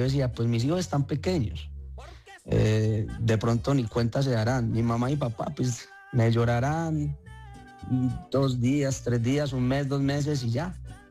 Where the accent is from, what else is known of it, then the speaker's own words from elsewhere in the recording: San Carlos, Antioquia, Colombia; now in Medellín, Colombia; allá en San Carlos, en mi tierra natal